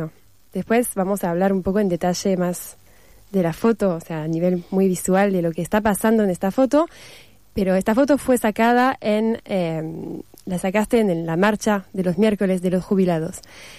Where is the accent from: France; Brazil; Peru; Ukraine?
France; Bueno, menos mal porque somos francesas, así que los Borbones nos caen más o menos